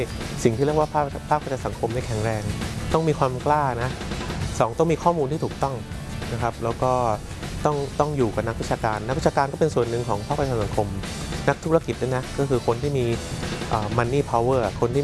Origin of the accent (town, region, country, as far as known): Bangkok, Thailand